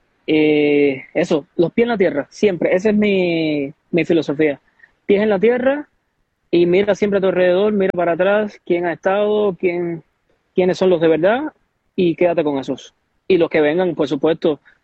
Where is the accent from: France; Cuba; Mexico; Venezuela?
Cuba; moved away as an adult; also born or lived in Santiago de Cuba / Havana / Spain; now in Switzerland; yo soy un artista cubano, radicado ahora mismo aquí en Suiza